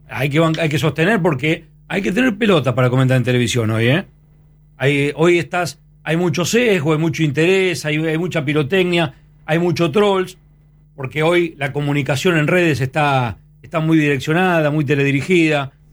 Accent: Boedo, Buenos Aires, Argentina; Me la rebanco, soy de Boedo, soy de Edu.

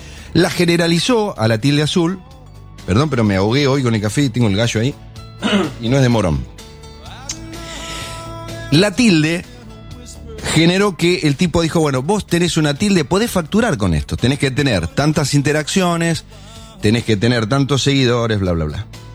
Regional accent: Argentina; Ahora, yo soy argentino y es más, es un lindo momento.

